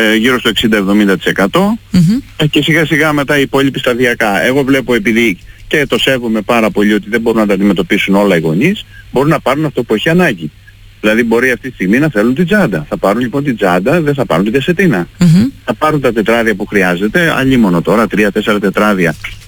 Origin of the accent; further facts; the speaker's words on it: Patras, Western Greece, Greece; είμαστε πατρινοί mm-hmm. πάρα πολλά χρόνια